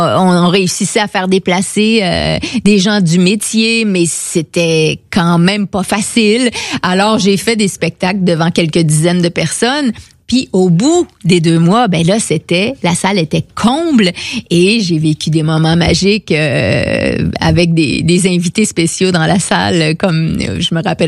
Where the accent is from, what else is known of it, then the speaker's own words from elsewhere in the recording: Quebec, Canada; Tu vois, comme tout est dans tout, comme on dit chez nous au Québec.